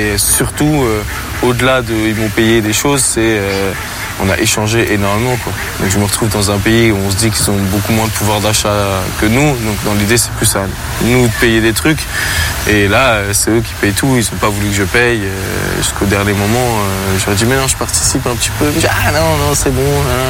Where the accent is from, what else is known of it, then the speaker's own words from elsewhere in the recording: Champigny-sur-Marne, Île-de-France, France; Je lui dis, mais moi je viens de Champigny, c'est juste à côté, 94 et tout.